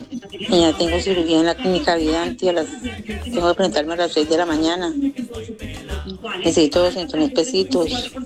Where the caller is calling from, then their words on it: Espinal, Tolima, Colombia; Desde el Espinal, Tolima